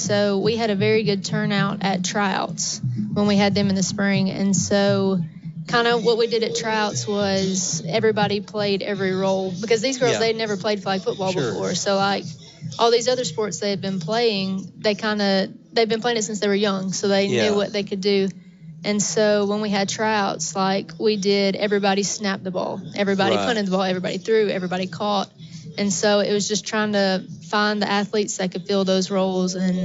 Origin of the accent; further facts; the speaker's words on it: the South, United States; growing up in the South, everybody watches football.